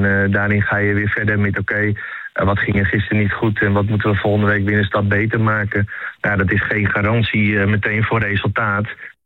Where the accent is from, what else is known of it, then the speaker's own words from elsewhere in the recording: Den Helder, North Holland, Netherlands; moved away; uit het verre Noord-Holland. Helemaal boven in het puntje van Noord-Holland. Want ik kom zelf uit Den Helder. Ja, daar is gewoon een hele andere mentaliteit en manier van omgaan als wat je hier bij elkaar treft.